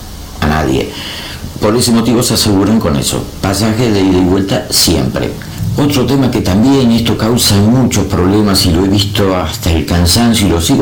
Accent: Argentina; moved away as an adult; now in Spain; en mi país, en Argentina, como ya saben, yo ya llevo muchos años fuera

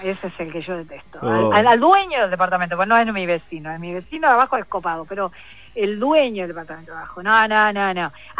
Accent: Buenos Aires Province, Argentina; now in Buenos Aires, Argentina; Soy una chica de la zona sur que vivo en Capital

